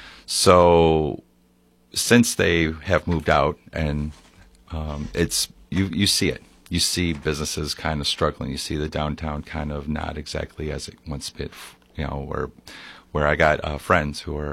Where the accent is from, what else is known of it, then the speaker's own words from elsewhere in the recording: Sandwich, Illinois, United States; now in Yorkville, United States; Home is Yorkville. But I grew up in Sandwich, and I've been living this whole area my whole life, my family too.